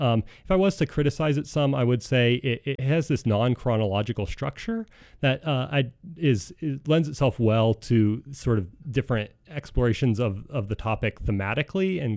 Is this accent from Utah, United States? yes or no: yes; Utah, United States; growing up in Utah and going to school here.